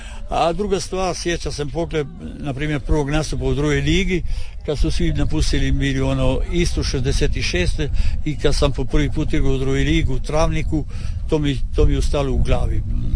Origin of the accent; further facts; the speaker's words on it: Pula, Istria County, Croatia; born there; Tako je, rođen sam u Puli